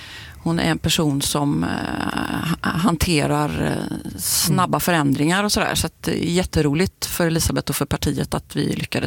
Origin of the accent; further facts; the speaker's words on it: Kungälv, Västra Götaland County, Sweden; born there; Jag är född på landsbygden i Kungälv